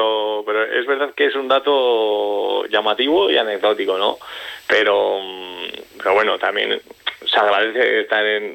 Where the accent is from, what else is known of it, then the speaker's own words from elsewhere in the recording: Logroño, La Rioja, Spain; moved away as an adult; y llegaba de nuevo también, porque yo salí de Logroño a los 18.